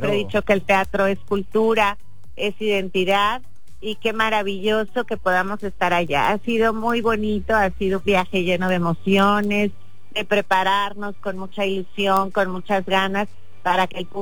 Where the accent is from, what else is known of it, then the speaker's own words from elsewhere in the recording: Durango, Mexico; Igual que yo, que yo soy de Durango.